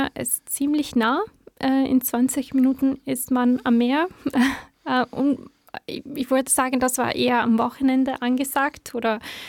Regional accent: Genoa, Liguria, Italy; moved away; In Italien, also ich komme ursprünglich aus Italien, aus der Stadt Genua. Das ist so nordwestlich, auf der nordwestlichen Küste von Italien.

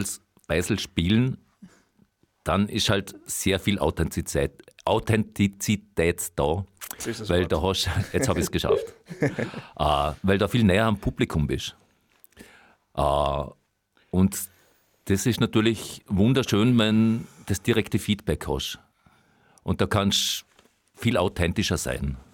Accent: Vorarlberg, Austria; Ich sage immer, was hat mich verraten als Vorarlberger?

